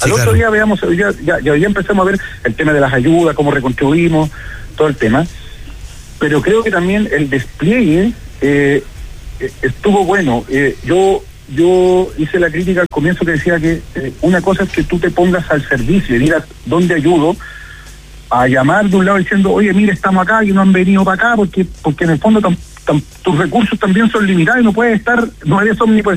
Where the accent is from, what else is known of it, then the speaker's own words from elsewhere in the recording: Chuquicamata, Antofagasta, Chile; yo soy nacido y criado en Chuquicamata